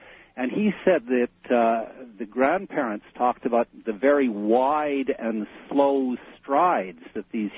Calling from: Vancouver, British Columbia, Canada; In Vancouver, Canada.

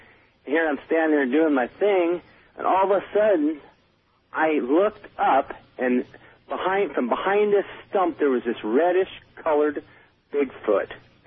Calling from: Darrington, Washington, United States; I'm calling from Darrington, Washington.

